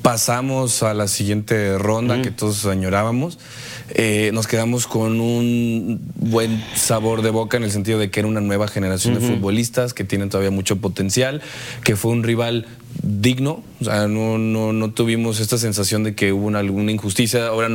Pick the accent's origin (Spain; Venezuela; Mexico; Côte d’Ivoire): Mexico